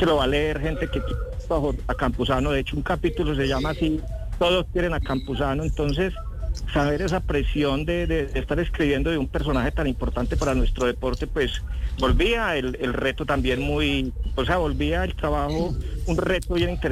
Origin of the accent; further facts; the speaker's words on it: Antioquia, Colombia; yo como medio entre charlando en serio, como somos los paisas